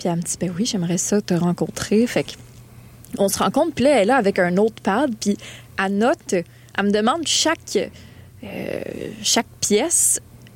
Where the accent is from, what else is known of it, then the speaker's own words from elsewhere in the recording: Montreal, Quebec, Canada; Je viens de Montréal. Mon père vient de Lévis. Moi, j'ai grandi à Montréal.